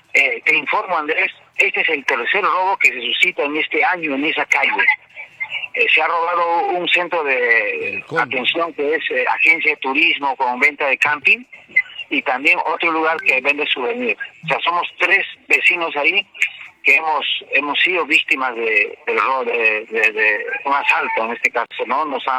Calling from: Cusco, Peru; yo me siento muy indignado como cusqueño

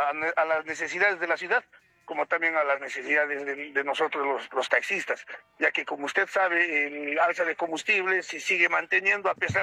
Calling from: Cusco, Peru; ¿Y qué hacemos como peruanos, como ciudadanos, como cusqueños?

